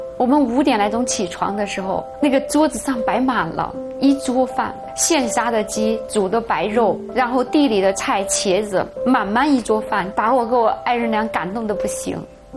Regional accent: Sichuan, China; 我们四川人是离不开泡菜的

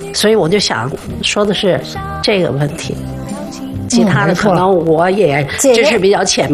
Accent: Beijing, China; 我是北京人。

